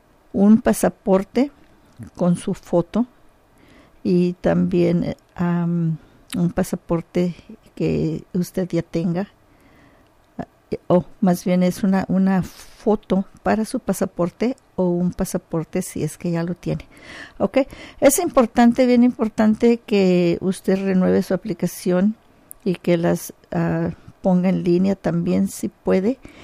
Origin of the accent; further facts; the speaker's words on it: Porterville, California, United States; Porterville, California, 93257. Mi pueblo donde crecí yo.